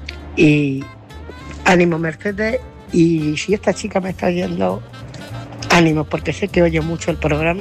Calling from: Ciudad Real, Castilla-La Mancha, Spain; de Ciudad Real.

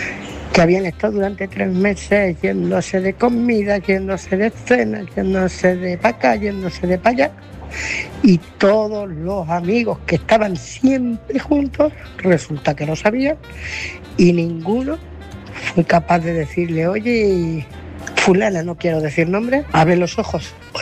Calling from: Ciudad Real, Castilla-La Mancha, Spain; de Ciudad Real.

